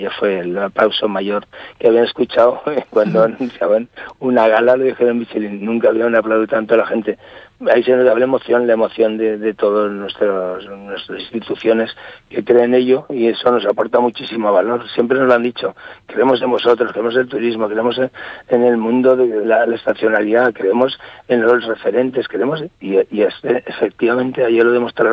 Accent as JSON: {"language": "Spanish", "area": "Huesca", "region": "Aragon", "country": "Spain", "said": "siempre somos los de Huesca."}